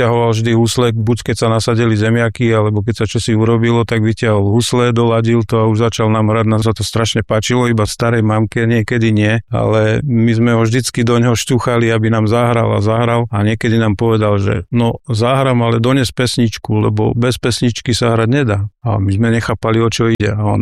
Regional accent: Valča, Žilina Region, Slovakia; Pochádzam akoby z Valče, ale celý náš rod … ktorý bol prisťahovaný do Valče, bol z Terchovej.

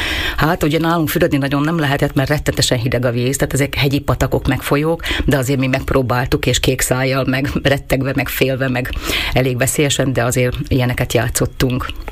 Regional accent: Krásnohorské Podhradie, Košice Region, Slovakia; also born or lived in Várhosszúrét (Kunova Teplica); Ugye hegyek, erdő között nőttem föl, és a gyerekkorom Krasznokán, illetve nagymamámmal Várhosszúréten töltöttük

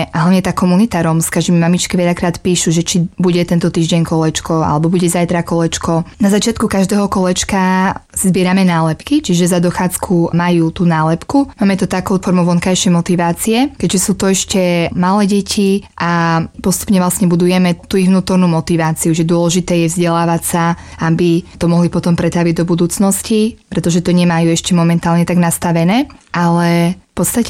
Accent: Malcov, Prešov Region, Slovakia; som ich našla u nás v Malcove.

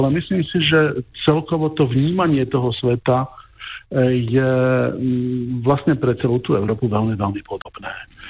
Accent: Liptovský Mikuláš, Žilina Region, Slovakia; now in Bratislava, Slovakia; Ale to isté som mal, keď som prišiel z Liptovského Mikuláša do Bratislavy, že tiež to boli dve odlišné prostredia.

